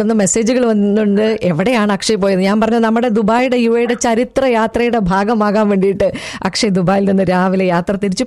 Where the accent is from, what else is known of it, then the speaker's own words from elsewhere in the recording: Nileshwaram, Kerala, India; now in United Arab Emirates; ഞാൻ നീലേശ്വരത്ത്.